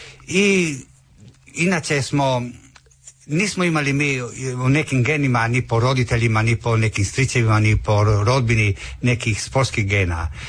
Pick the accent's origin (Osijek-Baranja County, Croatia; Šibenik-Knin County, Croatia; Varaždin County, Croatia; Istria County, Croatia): Istria County, Croatia; Pula; born there; 93. smo, pošto smo rođeni u Puli, smo dali zahtjev i imamo mi hrvatsko državljanstvo.